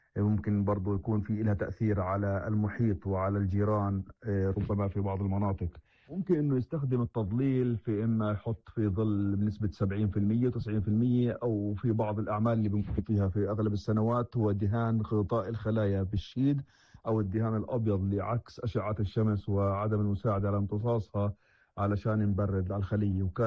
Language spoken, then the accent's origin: Arabic; Palestine; عندنا في فلسطين